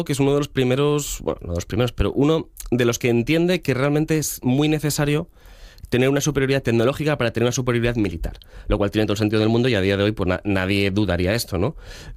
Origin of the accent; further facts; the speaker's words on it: Asturias, Spain; como somos los dos asturianos y decimos estamos ganando en Asturias